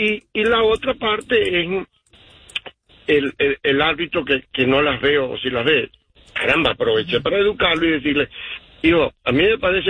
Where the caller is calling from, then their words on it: Salt Lake City, Utah, United States; Los llamo desde Utah, Salt Lake.